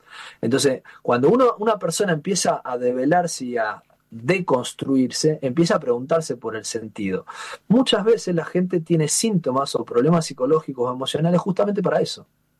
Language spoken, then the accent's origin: Spanish; Rosario, Santa Fe, Argentina; la psicología que yo estudié en la universidad, en Rosario, en mi ciudad natal, no me enseñaba todas estas cosas.